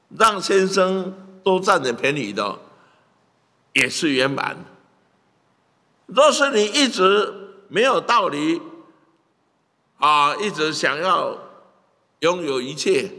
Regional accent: Taiwan; 因为台湾是我们在这里土生土长，给我们教育，给我们长大

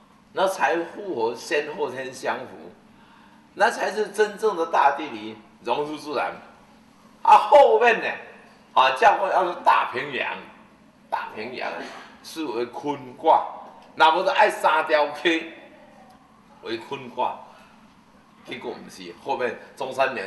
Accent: Taiwan; born there; 我们出生在我们在台湾，那就有伦理，不会去斗争，那你是大人。

